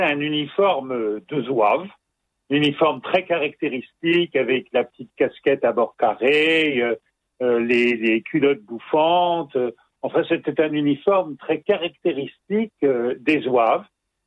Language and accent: French; Brittany, France; je suis breton